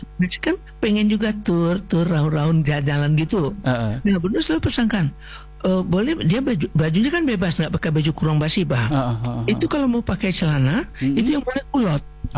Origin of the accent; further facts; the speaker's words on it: West Sumatra, Indonesia; Kalau kita Minang enggak pakai batik di bawah.